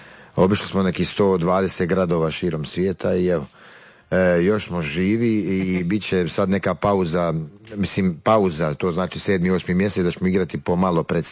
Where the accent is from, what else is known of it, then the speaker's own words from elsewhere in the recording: Bosnia & Herzegovina; Jer kod nas u Bosni kaže ne valja se smijati, oplakat ćeš.